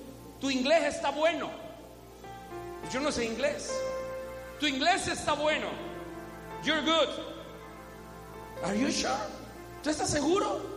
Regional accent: El Salvador; Soy indio salvadoreño

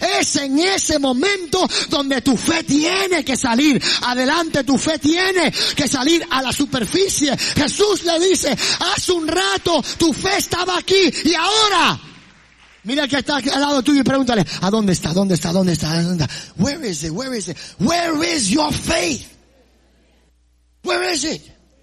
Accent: Puerto Rico; Yo soy de Puerto Rico

